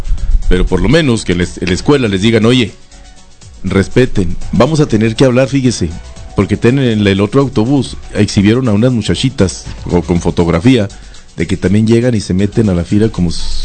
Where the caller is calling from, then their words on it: Santa Bárbara, Mexico; qué vergüenza que sean de mi pueblo, porque la gente en Santa no somos así